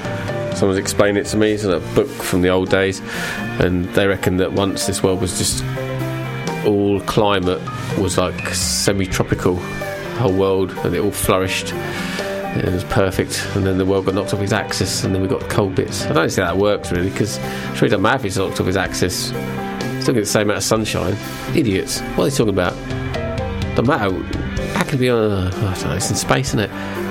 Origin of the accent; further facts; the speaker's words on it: England, United Kingdom; We're English.